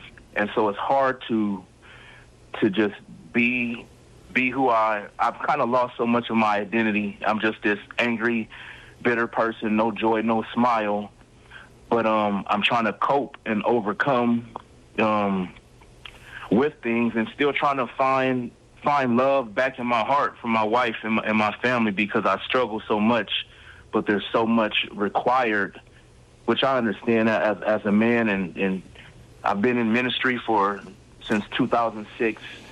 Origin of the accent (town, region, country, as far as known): California, United States